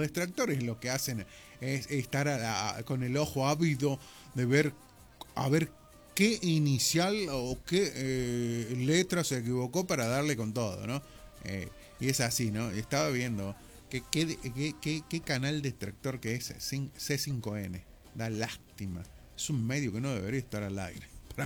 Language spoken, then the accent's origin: Spanish; Córdoba, Argentina; como cordobés y cuartetero, amo el cuarteto, lo llevo en la piel, en el alma